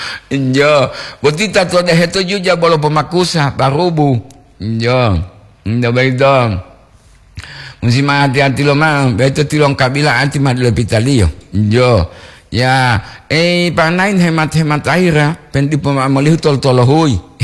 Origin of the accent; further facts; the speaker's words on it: Riau, Indonesia; also born or lived in Gorontalo; Saya dari Riau dulu merantau di Gorontalo, dapat istri orang Gorontalo